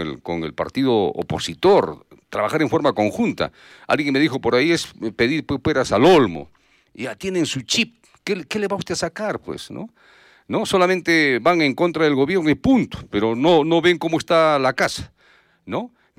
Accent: Peru; Porque somos peruanos

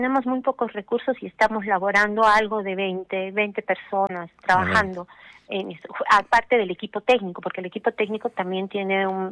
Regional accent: Socabaya, Arequipa, Peru; Como muy buena arequipeña y como buena arequipeña nacida al pie del volcán, yo soy de Socabaya y soy una mujer fuerte.

